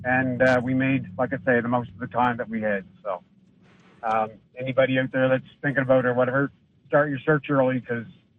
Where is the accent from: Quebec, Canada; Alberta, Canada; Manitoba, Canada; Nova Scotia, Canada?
Nova Scotia, Canada; also born or lived in Ontario; Well, I was adopted from Ontario because we lived up there briefly, and then we moved back to Nova Scotia.